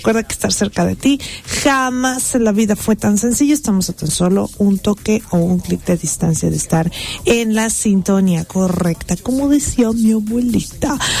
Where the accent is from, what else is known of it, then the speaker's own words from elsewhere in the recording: Mexicali, Baja California, Mexico; born there; yo nací en agosto, y en Mexicali, donde ya el calor sí es bueno